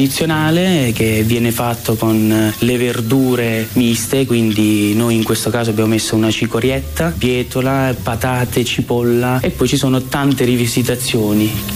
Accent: Volturino, Apulia, Italy; Volturino è il mio paese, le mie radici, quindi è tutto.

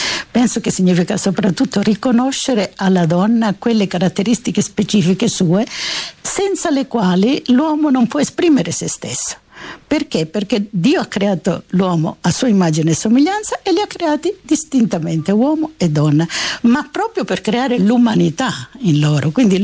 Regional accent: Calabria, Italy; moved away as an adult; ero la primogenita, quindi la femmina, la figlia femmina, che in un certo senso in Calabria non era ben vista

